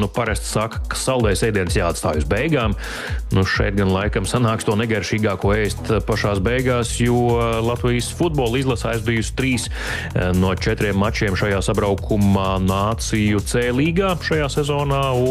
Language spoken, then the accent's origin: Latvian; Slovenia; now in Latvia; jo manā dzimtenē Slovenijā vai jebkur Serbijā vai jebkādā futbola zemē